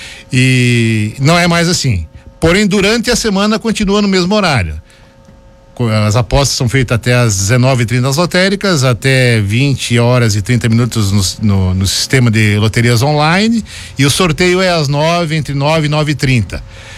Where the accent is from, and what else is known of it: Farroupilha, Rio Grande do Sul, Brazil; born there